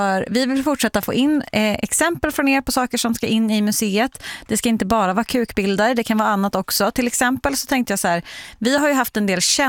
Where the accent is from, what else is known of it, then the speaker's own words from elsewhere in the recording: Ryd, Kronoberg County, Sweden; accent: Småland; Och sen har jag även hittat i mina hemtrakter i Ryd i Småland, utanför Tyngsryd, i Hönshyltefjorden.